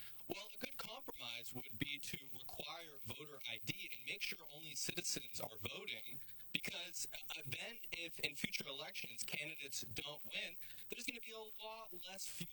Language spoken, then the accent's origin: English; Los Angeles, California, United States; I am from Los Angeles, so I'm well aware how the California voting system has worked